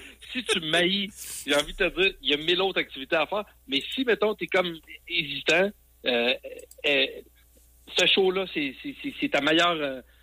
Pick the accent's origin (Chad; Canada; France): Canada; Quebec City, Quebec; Je viens de Québec.